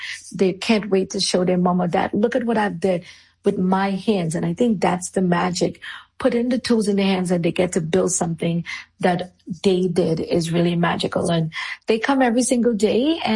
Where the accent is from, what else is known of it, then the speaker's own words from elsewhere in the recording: Trinidad & Tobago; So growing up in Trinidad and Tobago, everybody, included me, most people, want to be a barrister or, you know, a doctor.